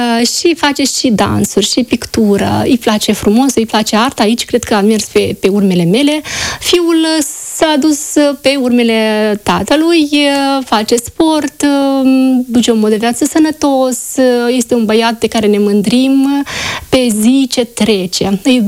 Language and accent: Romanian; Chișinău, Moldova; also born or lived in Peciște, Rezina District; Ei sunt curădăcinile din satul Peciște, raionul Rezina. Eu m-am născut în Chișinău. Aici mi-am petrecut și copilăria, și studiile, dar, desigur, copilăria mea nu a fost lipsită de viața de la țară.